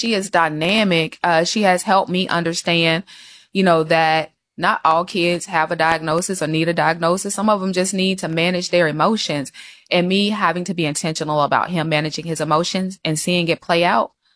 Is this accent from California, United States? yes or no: no; Alabama, United States; born there; I was born in Alabama. Love it.